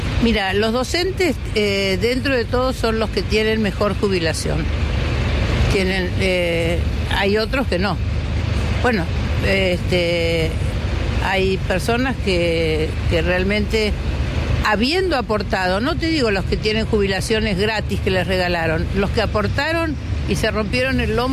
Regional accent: Buenos Aires, Argentina; soy de acá, de Palermo, toda la vida.

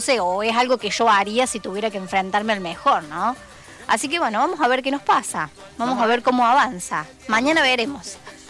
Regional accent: Argentina; como bien argentinos que somos.

